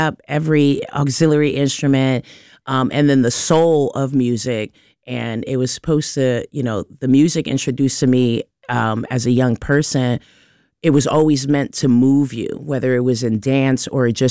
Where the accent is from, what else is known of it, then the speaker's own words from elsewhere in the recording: New Jersey, United States; I grew up in New Jersey. I was raised by a musician. My father was an amazing pianist and composer and a teacher. So all kind of music was in my home. And my mother is from Uruguay